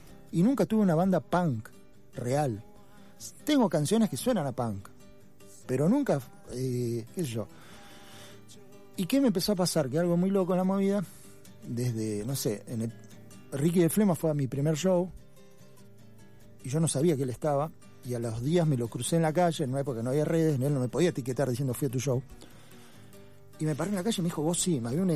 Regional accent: La Plata, Buenos Aires Province, Argentina; moved away as an adult; soy de La Plata y estuve muchos años viviendo en Buenos Aires

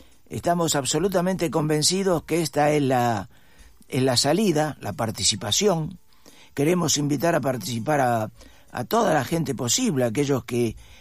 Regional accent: Argentina

